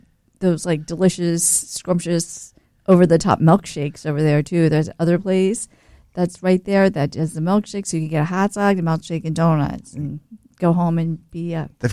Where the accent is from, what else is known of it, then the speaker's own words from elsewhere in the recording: Titusville, Florida, United States; moved away as an adult; also born or lived in Nashville; I was born in Titusville, Florida, and I was born and raised. Like, I lived there until I was 18.